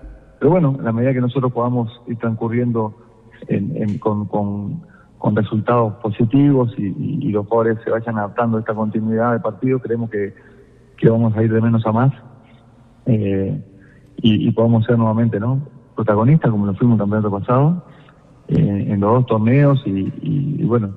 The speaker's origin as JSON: {"language": "Spanish", "country": "Uruguay", "said": "Bueno, soy uruguayo, como usted bien decía"}